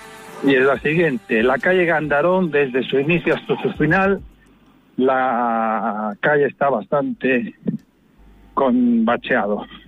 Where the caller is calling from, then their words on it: Vigo, Galicia, Spain; soy del barrio de Lavadores.